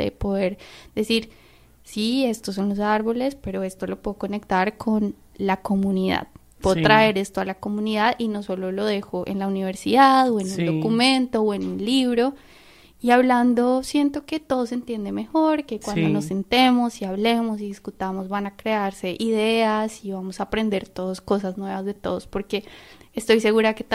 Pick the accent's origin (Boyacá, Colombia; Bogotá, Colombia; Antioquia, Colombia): Bogotá, Colombia; yo crecí en Bogotá, que es la capital de Colombia, es una ciudad que tiene muchos árboles